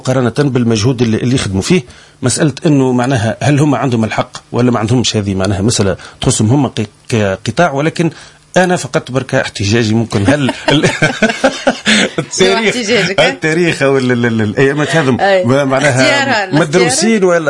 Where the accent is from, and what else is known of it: Tunisia